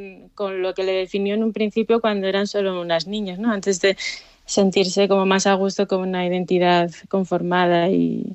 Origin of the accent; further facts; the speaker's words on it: Gijón, Asturias, Spain; now in Madrid, Spain; yo soy asturiana y era un interés muy grande el poder pues que se viera nuestro trabajo allí en el lugar que a mí también me ha visto crecer